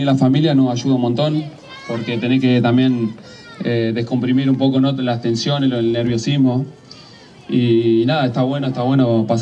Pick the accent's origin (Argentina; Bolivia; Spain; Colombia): Argentina; Todos somos argentinos y siempre queremos ganar, ¿no?